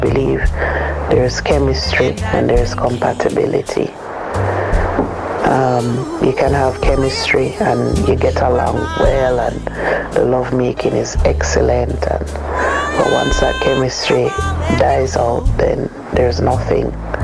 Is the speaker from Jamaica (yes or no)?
yes; Jamaica; We're from Jamaica.